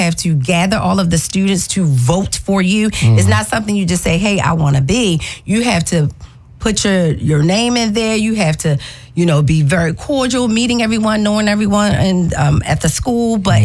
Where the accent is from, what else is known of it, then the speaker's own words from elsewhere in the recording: Baltimore, Maryland, United States; I'm from Baltimore.